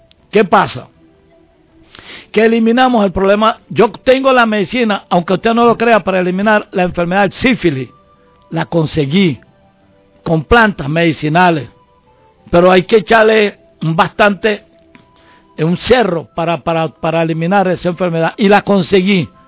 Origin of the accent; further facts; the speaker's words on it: Venezuela; born there; moved away; allá en mi pueblo